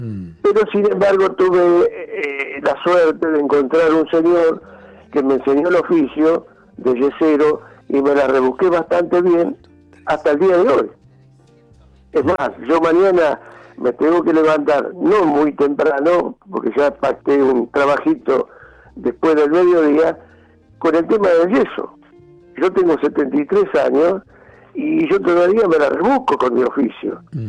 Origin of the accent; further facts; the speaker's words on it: Río Negro, Argentina; now in Mar del Plata, Argentina; Yo soy de oriundo de la provincia de Río Negro, y cuando vine a Mar del Plata